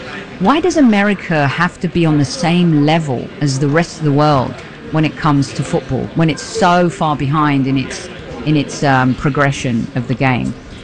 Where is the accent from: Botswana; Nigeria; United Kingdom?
United Kingdom; moved away as an adult; now in United States; I've lived here for 25 years now.